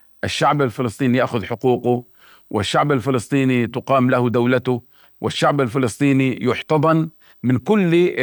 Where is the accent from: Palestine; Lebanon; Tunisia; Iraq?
Palestine; ولذلك شعبنا الفلسطيني هو شعب تحت الاحتلال، ونحن كحركة فلسطينية جزء من هذا الشعب